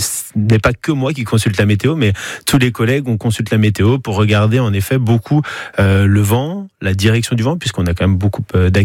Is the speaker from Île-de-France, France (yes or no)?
no; Mayenne, Pays de la Loire, France; je suis originaire de la Mayenne